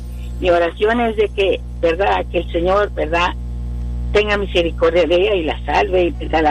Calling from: Del Rio, Texas, United States; Del río Texas

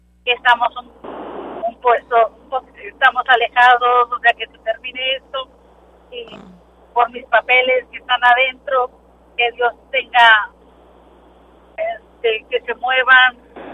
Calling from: Weslaco, Texas, United States; De Hueslaco.

